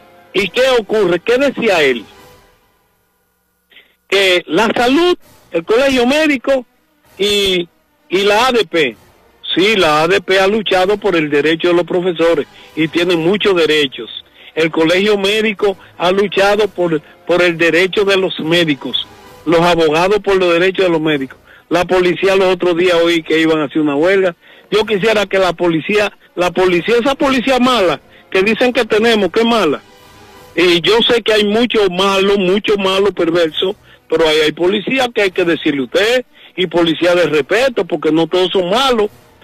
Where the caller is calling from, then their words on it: Dominican Republic; lo que está viviendo la República Dominicana. Si las instituciones en mi país